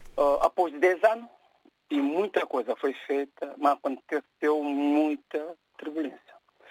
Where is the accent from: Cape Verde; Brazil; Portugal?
Cape Verde; Praia, Santiago; Várzea, onde eu nasci, cresci